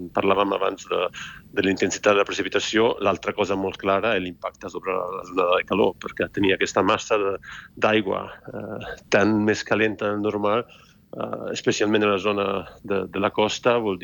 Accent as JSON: {"language": "Catalan", "country": "Italy", "second_language": "Catalan", "said": "Potser jo soc italià i tot el sud d'Europa normalment té aquesta mala fama en la capacitat de gestionar o d'organitzar-se."}